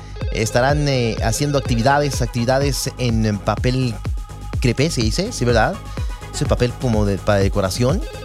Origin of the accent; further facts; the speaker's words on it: Irapuato, Guanajuato, Mexico; now in United States; Allá en México, en mi pueblo, en mi ciudad, en Irapuato